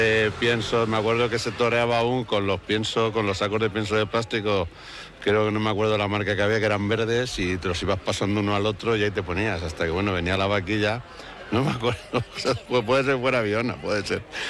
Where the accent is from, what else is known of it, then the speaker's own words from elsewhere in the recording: Albacete, Castilla-La Mancha, Spain; los que somos de Albacete